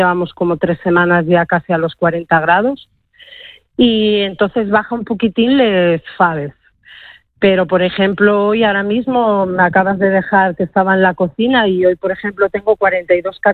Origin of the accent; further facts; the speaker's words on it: Gijón, Asturias, Spain; yo nací en la Calzada, viví 2 años en la Calzada, no tengo muchos recuerdos, pero ya recuerdo de muy guaja de venir del colegio, que mis padres tenían La Ponderosa, en la carretera antigua Gijón-Oviedo